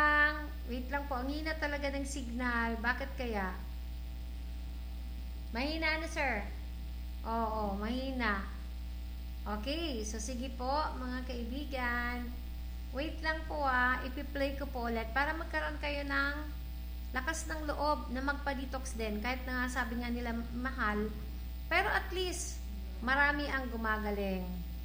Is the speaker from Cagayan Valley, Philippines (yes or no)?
no; Legazpi, Bicol Region, Philippines; dinala ako dito ng tadhana, dinala ako dito ni Lord, at taga-Legazpi po ako.